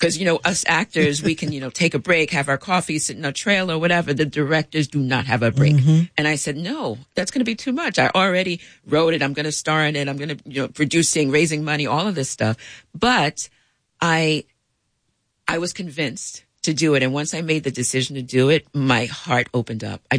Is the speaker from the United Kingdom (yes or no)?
no; Bronx, New York, United States; born there; I was born in the Bronx, but very much connected to my roots.